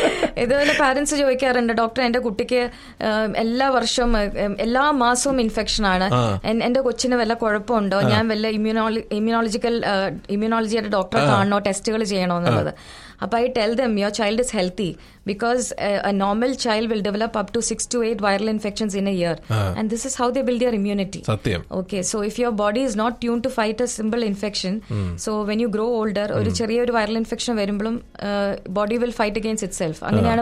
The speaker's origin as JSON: {"language": "Malayalam", "town": "Kozhikode", "region": "Kerala", "country": "India", "tie": "born or raised there", "said": "Kozhikode."}